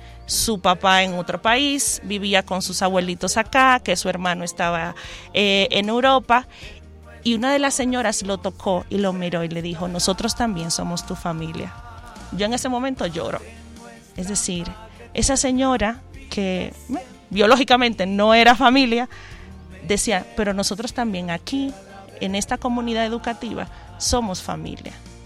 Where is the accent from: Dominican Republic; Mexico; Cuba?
Dominican Republic; now in Colombia; Yo que soy de República Dominicana y trabajo con poblaciones vulnerables